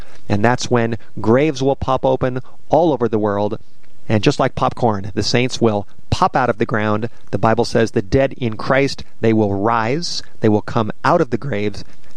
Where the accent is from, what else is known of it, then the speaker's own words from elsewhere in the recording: Studio City, California, United States; I grew up in Studio City of Southern California, and I tell you, the city that I lived in was not a holy city.